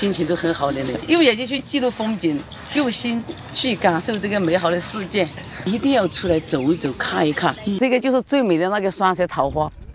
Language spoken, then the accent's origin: Chinese; Sichuan, China; moved away as an adult; also born or lived in Guangdong; now in Hangzhou, China; 我娘家是四川的人，我老公是河南的。我们两个在广东打工认识的，认识的就上这杭州来摊煎饼30年，